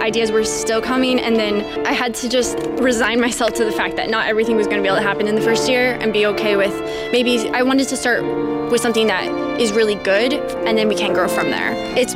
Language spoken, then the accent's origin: English; Lindsborg, Kansas, United States; my hometown in Lindsborg